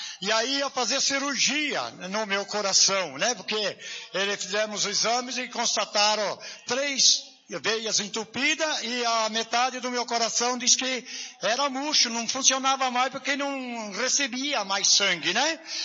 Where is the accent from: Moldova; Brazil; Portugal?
Brazil; Jundiaí, São Paulo; Eu sou lá da cidade de Jundiaí.